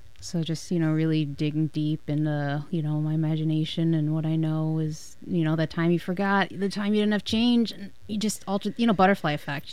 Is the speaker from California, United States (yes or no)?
no; Minnesota, United States; moved away as an adult; also born or lived in Wisconsin; now in Portland, United States; And I went to school in Wisconsin. I'm from Minnesota.